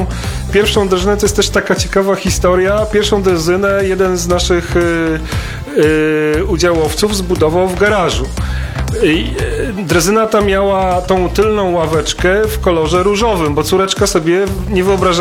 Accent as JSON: {"language": "Polish", "town": "Tuchola", "region": "Kuyavian-Pomeranian Voivodeship", "country": "Poland", "said": "Ja osobiście pochodzę z Tucholi w Borach Tucholskich, też bardzo malowniczego miejsca."}